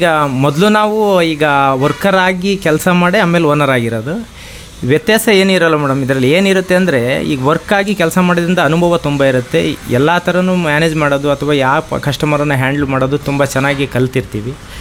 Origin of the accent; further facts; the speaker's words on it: Tammadihalli, Karnataka, India; now in Shivamogga, India; ನಾವು ಹುಟ್ಟಿದ್ದು ಶಿವಮೊಗ್ಗ ಡಿಸ್ಟಿಕ್, ಶಿವಮೊಗ್ಗ ತಾಲೂಕು, ತಮ್ಮಡಿಹಳ್ಳಿ ಅಂತೇಳಿ. 500 ರಿಂದ 6 ಕಿಲೋಮೀಟರ್ ಇದೆ ನಮ್ಮೂರು. ನಿಯರ್ 500 ಆಗುತ್ತೆ ನಮಗೆ. ಅಲ್ಲೇ ಹುಟ್ಟಿದ್ದು, ಅಲ್ಲೇ ಬೆಳೆದಿದ್ದು, ಓದಿದ್ದೆಲ್ಲ 10th ತನಕ ತಮ್ಮಡಿಹಳ್ಳಿಲೇ ಓದಿದ್ದು.